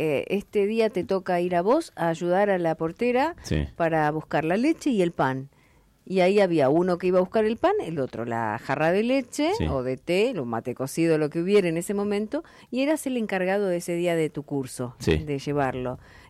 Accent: Chile; now in Argentina; Soy chileno, pero 52 años acá

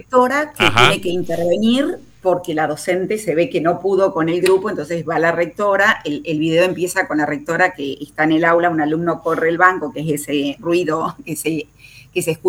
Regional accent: Argentina

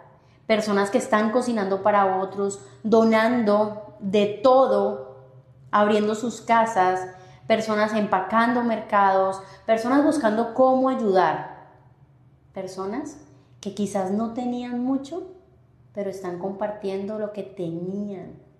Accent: Colombia; en mi país estamos viviendo una crisis que nos ha tocado profundamente el corazón y especialmente a los caleños.

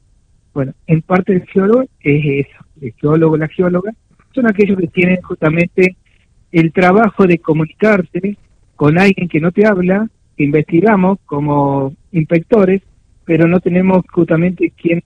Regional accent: Buenos Aires, Argentina; moved away as an adult; now in San Luis, Argentina; yo vengo de provincia de Buenos Aires

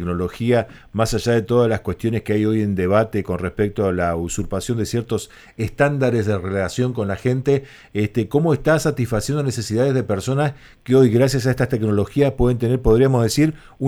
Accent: Argentina

